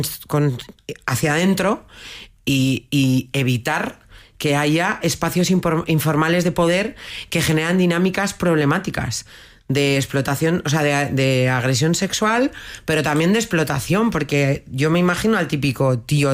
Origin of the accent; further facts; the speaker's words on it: Basque Country, Spain; Y en esto igual soy un poco vasca de siglo XX.